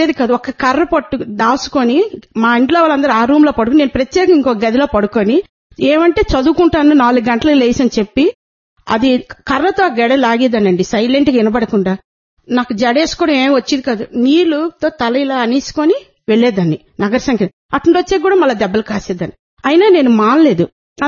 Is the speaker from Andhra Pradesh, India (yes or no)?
yes; Visakhapatnam, Andhra Pradesh, India; నాది వైజాగ్.